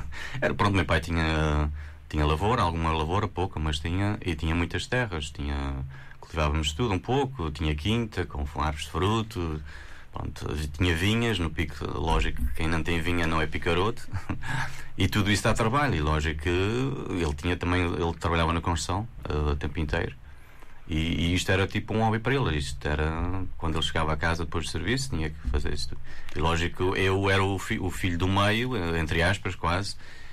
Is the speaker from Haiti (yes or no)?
no; Lajes do Pico, Azores, Portugal; now in Santa Maria Island, Azores, Portugal; não cresci no Conselho das Lajes, mas não nas próprias Lajes. Cresci na freguesia São João, que fica um bocadinho mais distante das Lajes, mas pronto, pertence ao Conselho. E São João é uma freguesia muito pacata.